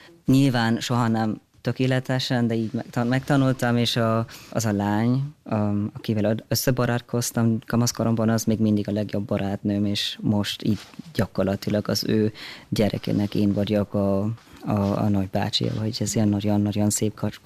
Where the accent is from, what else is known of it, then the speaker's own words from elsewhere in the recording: Germany; Csak Németországban egy nagyon, nagyon vidéki helyen nőttem fel, és eléggé konzervatív volt a társadalomot, és hát az a magyar nyelv, ez valahogy, ez nem tudom, ilyen stigmatizált vagy nem tudom.